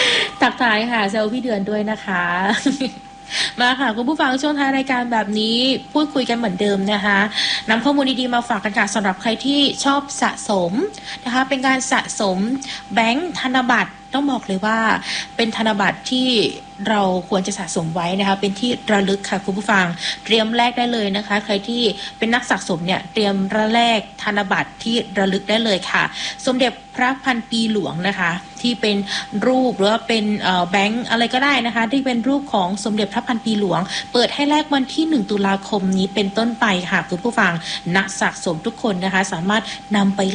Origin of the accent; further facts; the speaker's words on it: Southern Thailand, Thailand; ถ้าเป็นคนใต้บ้านเราอ่ะคนใต้แท้ๆเลยอ่ะ